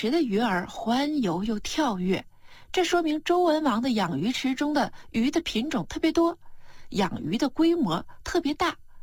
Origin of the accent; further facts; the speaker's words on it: China; 我们中国人爱鱼从7000多年前就开始了。